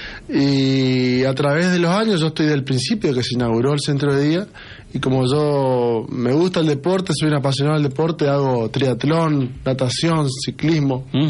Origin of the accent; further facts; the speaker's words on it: Santa Fe, Argentina; es algo que en el norte santafesino nos apasiona.